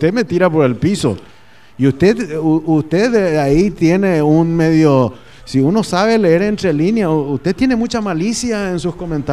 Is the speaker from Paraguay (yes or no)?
yes; Paraguay